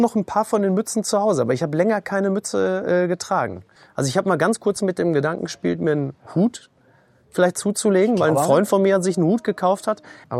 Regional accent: North Rhine-Westphalia, Germany; Ich komme aus dem Ruhrgebiet

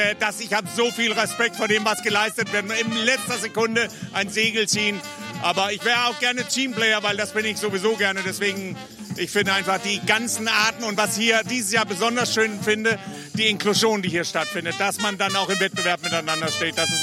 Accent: Denmark; German is a second language; now in Germany; Naja, ich komme aus Dänemark, ich lebe in Schleswig-Holstein, das Land der Meeren.

